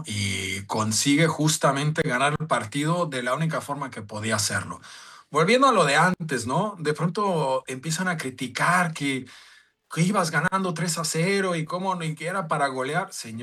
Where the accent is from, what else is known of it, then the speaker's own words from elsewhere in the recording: Guadalajara, Jalisco, Mexico; Pumas y el Chivas es el equipo de mi padre, de mi abuela era también, y yo soy de Guadalajara.